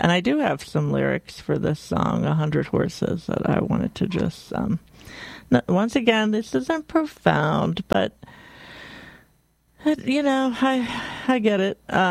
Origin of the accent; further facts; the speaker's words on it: Ohio, United States; Other than I'm from Ohio, too. Not from Dayton.